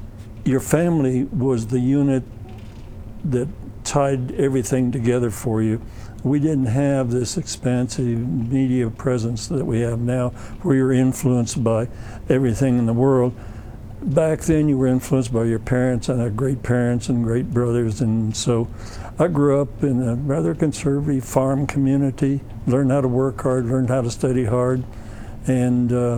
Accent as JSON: {"language": "English", "town": "Aztec", "region": "New Mexico", "country": "United States", "tie": "born or raised there", "said": "back then, most of us who attended New Mexico State University actually grew up on farms or ranches. It was a very rural state at that time."}